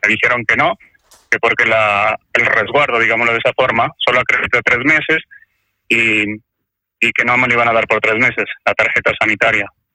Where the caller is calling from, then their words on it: Madrid, Community of Madrid, Spain; de Madrid.